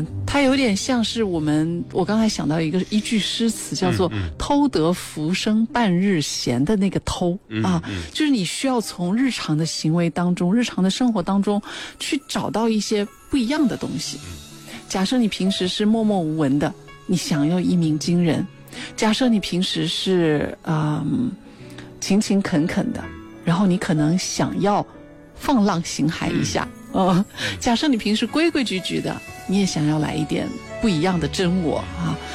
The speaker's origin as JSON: {"language": "Chinese", "country": "China"}